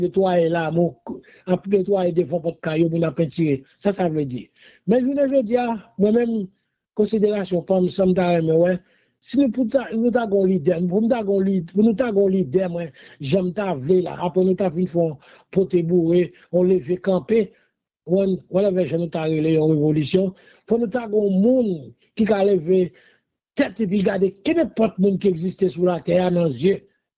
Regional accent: Valais, Switzerland; moi j'aime bien tibou, mais moi je suis du Valais.

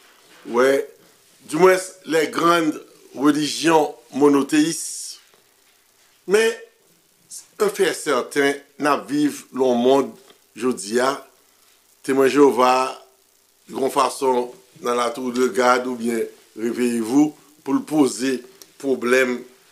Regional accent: Haiti

